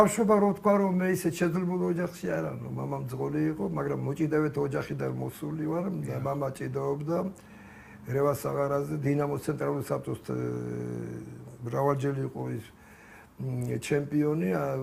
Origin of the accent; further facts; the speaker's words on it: Tbilisi, Georgia; დაიბადე თბილისში, ძირძველი თბილისელი ვარ.